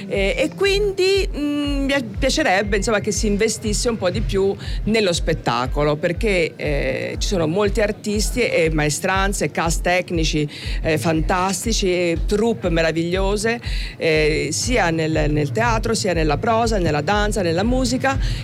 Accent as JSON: {"language": "Italian", "town": "Florence", "region": "Tuscany", "country": "Italy", "said": "Io sono di Firenze"}